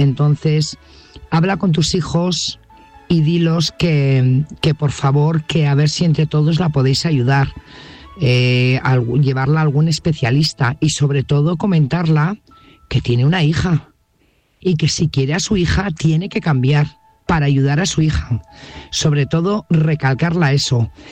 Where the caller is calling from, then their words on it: Burgos, Castile and León, Spain; corresponsal de Burgos.